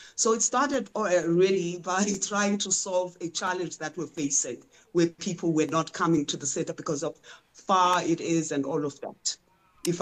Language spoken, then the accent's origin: English; Eastern Cape, South Africa; for example, myself, I'm closer from the Eastern Cape. Umngqusho is part of what I eat.